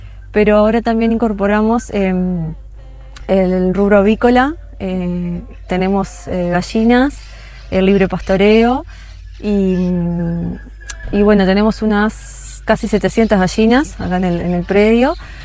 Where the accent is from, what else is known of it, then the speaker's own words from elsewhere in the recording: Sarandí del Yí, Durazno, Uruguay; moved away as an adult; now in Estación Chileno, Uruguay; yo soy oriunda de Sarandí del Xi, viví en Durazno también, y bueno, luego que nos casamos con Gonzalo, me vine a vivir acá.